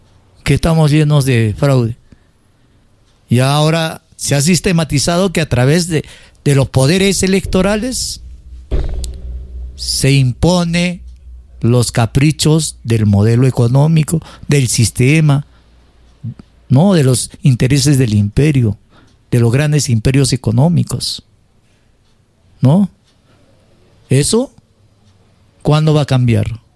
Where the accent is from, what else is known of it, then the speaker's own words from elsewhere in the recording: Arequipa, Peru; de nosotros como pueblo peruano, Arequipa